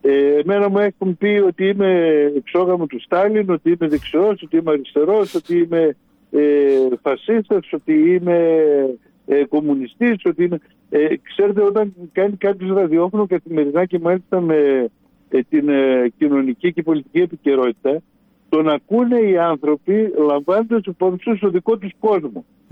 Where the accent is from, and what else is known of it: Serres, Central Macedonia, Greece